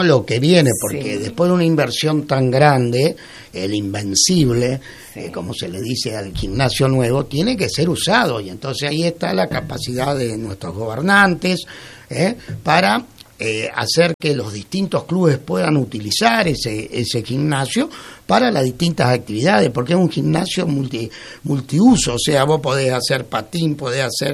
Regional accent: Santa Fe, Argentina; Vamos a aprovechar los santafesinos.

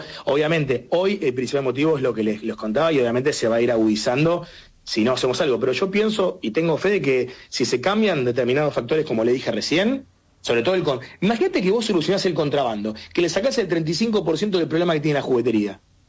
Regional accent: Argentina; Argentina es un país atípico, como somos todos los argentinos

